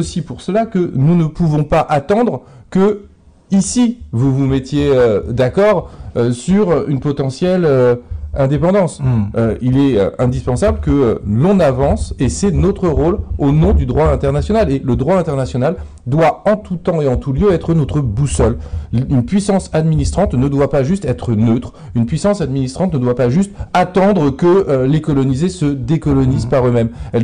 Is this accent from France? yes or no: yes; France; En tant que Français, et si Jean-Luc Mélenchon est élu président de la République